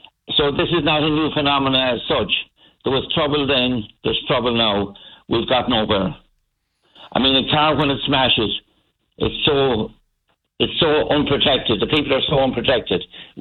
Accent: Sligo, County Sligo, Ireland; I'm from Sligo originally, and between the road, between Boyle and Sligo, put up crosses at every point there was a fatal accident.

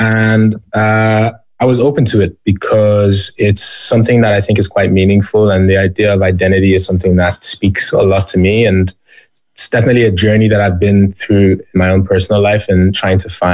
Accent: Ireland; something I felt growing up in Ireland, for sure.

